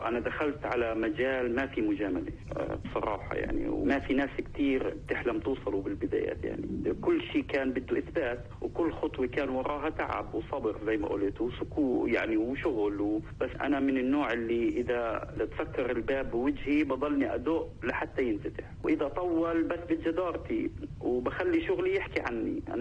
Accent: Palestine; طبعا بقدم حالي اني فلسطيني، ما بحاول اجمل ولا ازوق، انه الانسان الواثق من اصله ما بده يشرح كتير.

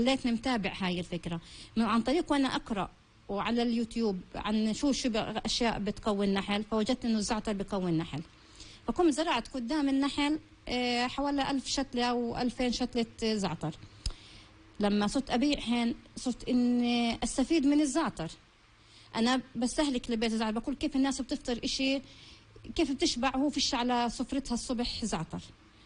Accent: Palestine; احنا كفلسطينيين

